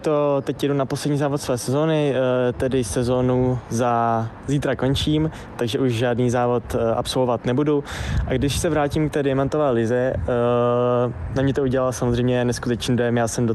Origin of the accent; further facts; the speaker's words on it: České Budějovice, South Bohemian Region, Czechia; Já jsem z Českých Bojovic, Luje z Tábora